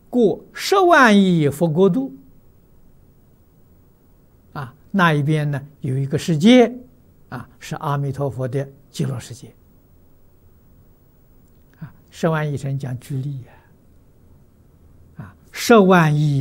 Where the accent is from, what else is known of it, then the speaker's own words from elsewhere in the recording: China; 我们中国人